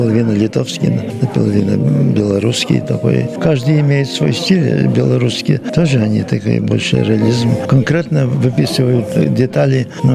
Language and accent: Russian; Vilnius, Vilnius County, Lithuania; я из Вильнюса.